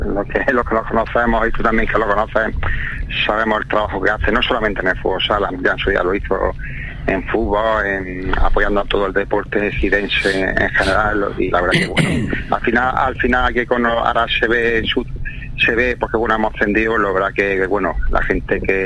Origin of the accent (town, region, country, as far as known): El Ejido, Andalusia, Spain